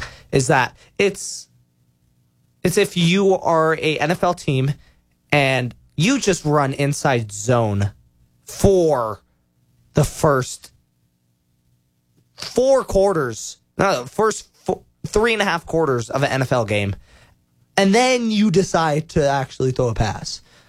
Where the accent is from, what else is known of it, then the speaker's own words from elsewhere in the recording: United States; as an American